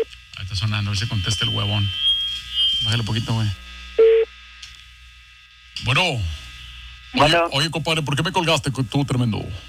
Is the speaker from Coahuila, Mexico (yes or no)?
yes; Torreón, Coahuila, Mexico; No, yo vengo de Torreón, compadre